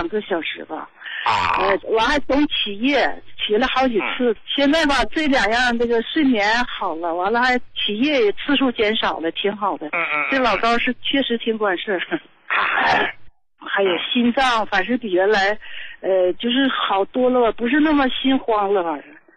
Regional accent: Qiqihar, Heilongjiang, China; 我是黑龙江的，那啥，齐齐哈尔的，71岁了

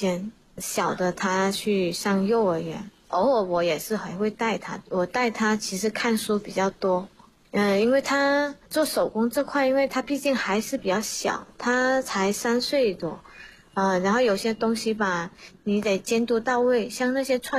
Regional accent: Chaozhou, Guangdong, China; 我们潮州人就会买很多东西

